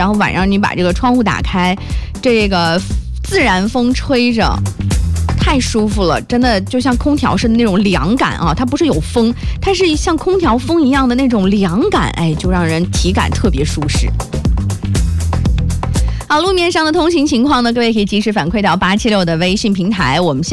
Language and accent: Chinese; Wuhu, Anhui, China; born there; now in Fuzhou, China; 你看我老家又要来人了，我明天我小伙伴从芜湖过来，